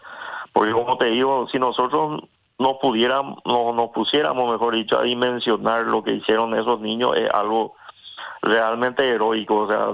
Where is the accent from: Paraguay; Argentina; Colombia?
Paraguay